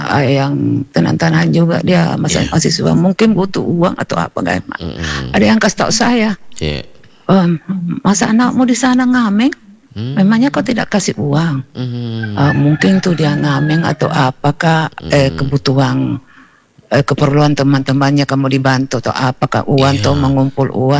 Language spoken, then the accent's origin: Indonesian; Makassar, South Sulawesi, Indonesia; Kita juga sebagai orang Makassar, Bugis Makassar malu, karena di sana nggak ada.